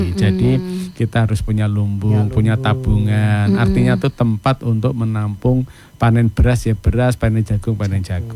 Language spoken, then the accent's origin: Indonesian; Java, Indonesia; Kita wong Jawa dulu nek madang itu enggak hanya beras saja ya.